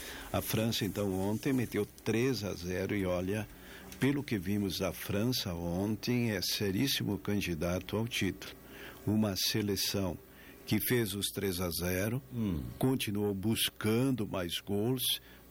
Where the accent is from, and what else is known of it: Brazil